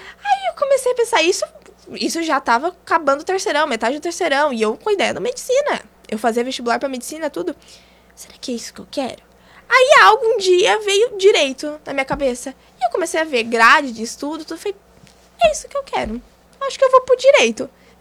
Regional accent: Brazil; Eu venho da comunidade de São Felipe.

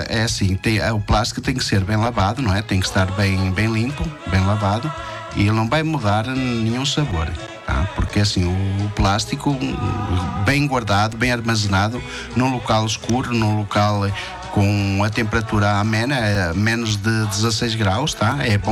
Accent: Portugal; now in Brazil

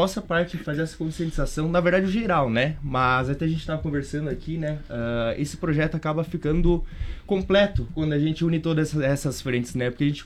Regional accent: Chapecó, Santa Catarina, Brazil; eu sou nascido em Chapecó

